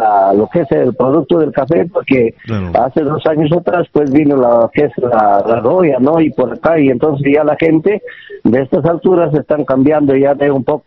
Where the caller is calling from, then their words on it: La Pona, Peru; de acá de La Pona